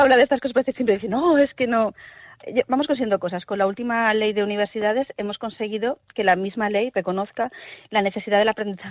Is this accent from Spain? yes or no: yes; Spain; Nosotros somos españoles, júbilo, jubilarse es júbilo, alegría.